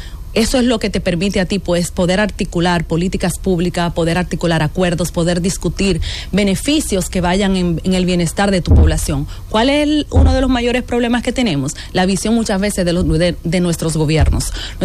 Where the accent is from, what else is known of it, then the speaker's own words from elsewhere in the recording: Dominican Republic; cómo podemos nosotros como dominicanos y como región poder integrarnos